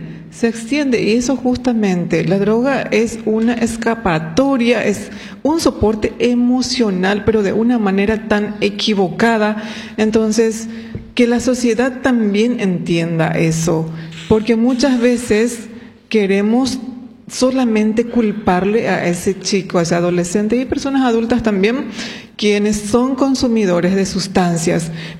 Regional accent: Paraguay; somos paraguayos

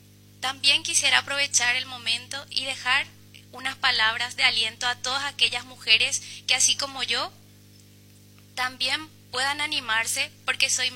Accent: Paraguay

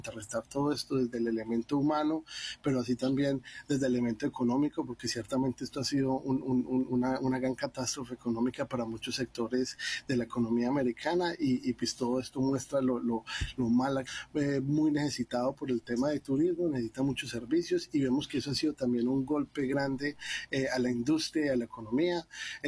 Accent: Colombia

